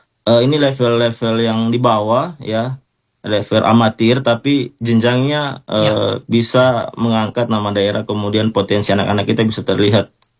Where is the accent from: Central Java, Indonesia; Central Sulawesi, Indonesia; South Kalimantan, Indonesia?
Central Sulawesi, Indonesia; Tolitoli; karena saya ini sebenarnya juga lahir di Toli-Toli sebagai kampung halaman saya